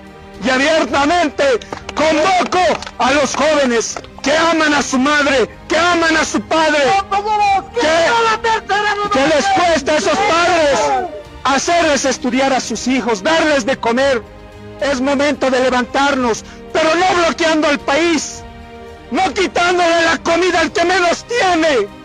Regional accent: Bolivia

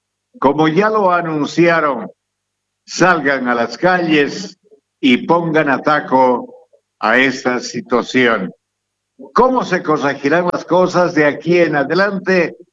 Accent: Tarija, Bolivia; born there; Esta mi tierra, este mi campanario, haber nacido en el departamento de Tarija

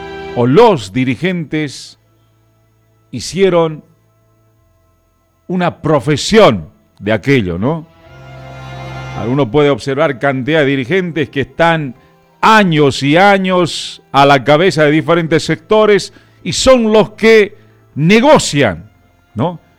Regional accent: Bolivia; como bolivianos carecemos de una memoria histórica.

